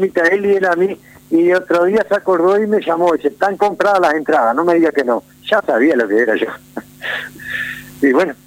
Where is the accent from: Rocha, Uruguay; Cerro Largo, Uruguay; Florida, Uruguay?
Cerro Largo, Uruguay; Fraile Muerto